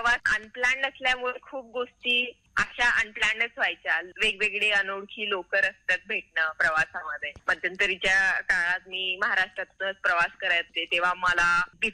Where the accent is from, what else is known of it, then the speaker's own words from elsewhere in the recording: a village in Yavatmal district, Maharashtra, India; also born or lived in Chandrapur; माझी शाळा गावातच होती, त्यामुळे एवढं काही मला सायकलने बाहेर शिक्षणाला किंवा कुठे जाण्याची अशी गरज नव्हती. पण मी माझं पुढचं 10वी नंतरचं शिक्षण घेण्यासाठी मी शहरात गेले, चंद्रपूर. इथे माझा जिल्हा यवतमाळ येतो